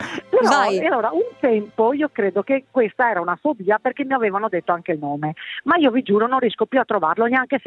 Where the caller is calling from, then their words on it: Padua, Veneto, Italy; Io sono di Padova.